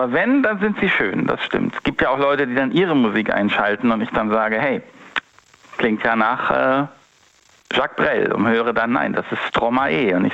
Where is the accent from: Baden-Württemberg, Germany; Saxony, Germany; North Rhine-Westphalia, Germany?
North Rhine-Westphalia, Germany; Ich komme aus dem Rhein-Sieg-Kreis.